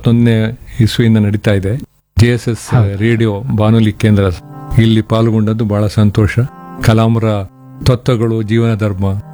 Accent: Karnataka, India

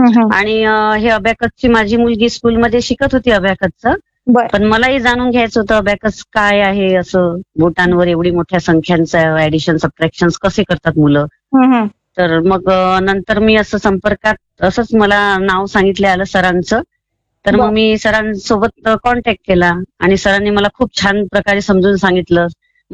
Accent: Maharashtra, India; moved away as an adult; now in Nashik, India; हा शेगाव जवळील खामगाव मधील सासर आहे माझं आणि शेगाव जवळ जवळपासच माहेर आहे माझं.

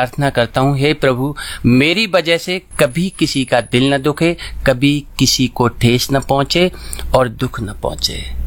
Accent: Aligarh, Uttar Pradesh, India; now in Delhi, India; मैं दिल्ली से हूँ और वैसे मैं रहने वाला यूपी अलीगढ़ से हूँ, लेकिन वो छोड़े तो काफ़ी एक अरसा हो गया और फिलहाल तो मैं दिल्ली में हूँ और अपनी दिल्ली में अपनी फैमिली के साथ जिंदगी गुसर बसर कर रहा हूँ।

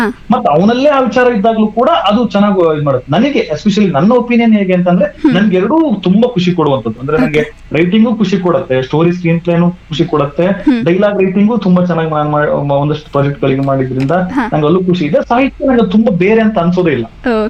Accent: Thirthahalli, Karnataka, India; born there; ನಾನೇ ನಮ್ಮೂರಲ್ಲೇ ಶೂಟ್ ಮಾಡಿದ್ದು, ಅದು ತೀರ್ಥಹಳ್ಳಿ ಸುತ್ತಮುತ್ತಲೇ ಶೂಟ್ ಮಾಡಿದ್ದು.

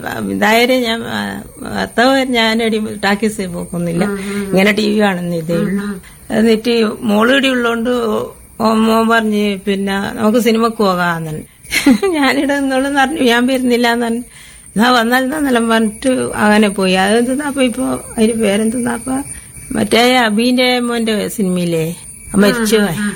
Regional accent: Kanhirode, Kerala, India; സ്വന്തം വീട് കാഞ്ഞിരോട്.

